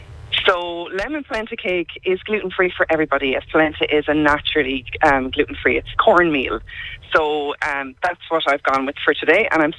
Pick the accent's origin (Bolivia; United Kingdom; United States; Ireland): Ireland; Connacht; now in Ballyvary, Ireland; I am from originally beside the Beaten Path in Bryce, but I'm living now in Ballyvarry.